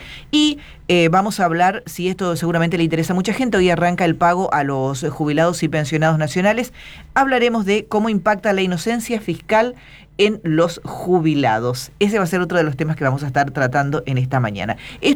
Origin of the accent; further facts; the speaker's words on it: Loreto, Corrientes, Argentina; now in Corrientes, Argentina; Un pueblo en el que yo crecí, yo nací acá en Corrientes, pero crecí, o sea, pasé toda mi infancia en Loreto